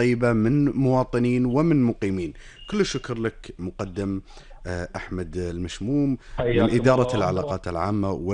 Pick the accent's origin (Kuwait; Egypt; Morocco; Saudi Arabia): Kuwait; ديرتنا الحبيبة الكويت